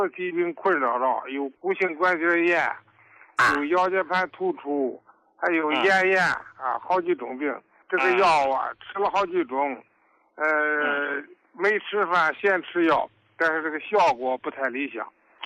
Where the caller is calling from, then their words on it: Shenyang, Liaoning, China; 我是沈阳的，